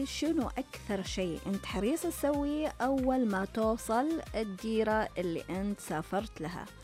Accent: Saudi Arabia; عندنا في السعودية

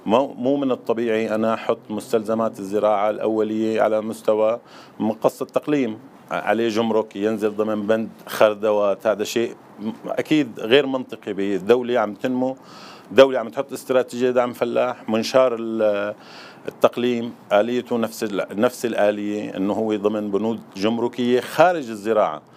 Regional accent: Syria; جيد جدا خصوصا بالتنوع المناخي اللي عندنا بسوريا، من شرق لشمال سوريا للجنوب

